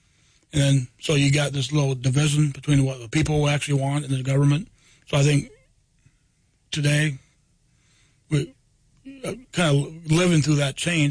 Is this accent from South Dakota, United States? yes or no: yes; Sioux Falls, South Dakota, United States; some of us are old enough to we grew up in here. We grew up in Sioux Falls.